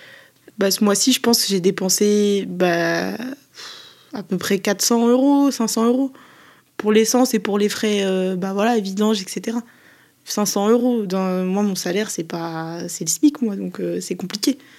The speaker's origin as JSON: {"language": "French", "town": "Sevran", "region": "Île-de-France", "country": "France", "said": "je viens de Sevran, et malgré ça, on se retrouve quand même, nous, banlieusards"}